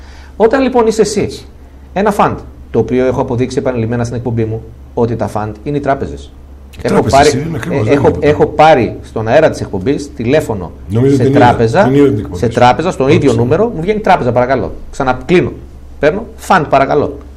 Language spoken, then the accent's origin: Greek; Greece; Εγώ δεν μπορώ να καταλάβω για ποιο λόγο εγώ που είμαι Έλληνας